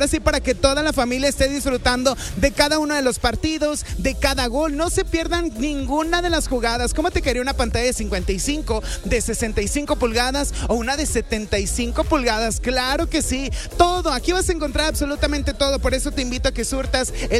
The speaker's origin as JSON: {"language": "Spanish", "town": "Monterrey", "region": "Nuevo León", "country": "Mexico", "said": "Y como buen regio, nosotros preparando la fiesta, preparando el ambiente, preparando la carne asada."}